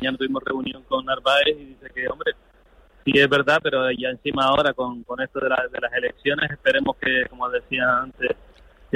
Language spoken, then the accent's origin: Spanish; Canary Islands, Spain; en nuestras islas se está vendiendo como tomate canario